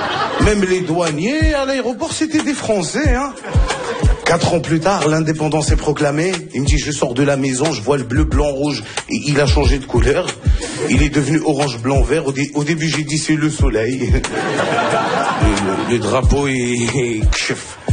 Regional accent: Morocco; Nous on vient du Maroc à la base.

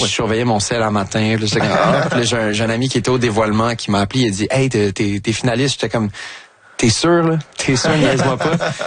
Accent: Longueuil, Quebec, Canada; En fait, moi j'ai grandi dans le Vieux-Longueuil, puis lui aussi habitait là.

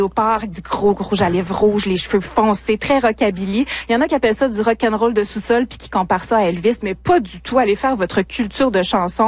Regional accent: Saint-Jérôme, Quebec, Canada; moved away as an adult; also born or lived in Montreal; now in Rouyn-Noranda, Canada; Je suis originaire de Saint-Jérôme.

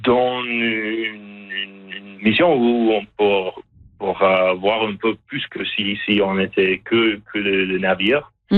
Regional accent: Canada; c'est un peu le même qu'on fait chez nous au Canada.

